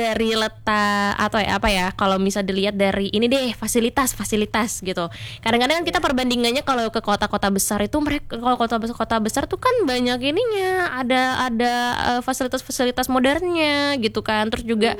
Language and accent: Indonesian; Tanjung Pinang, Riau Islands, Indonesia; okay, kita emang dari kota Tanjung Pinang gitu, kota yang kecil atau mungkin bahkan gak banyak orang yang tahu dengan kota ini.